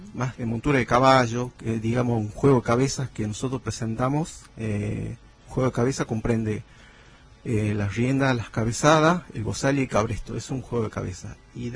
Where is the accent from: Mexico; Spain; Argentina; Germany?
Argentina; Guerrero, Jujuy; now in Palpalá, Argentina; yo actualmente vivo en Palpala, pero yo soy de Guerrero.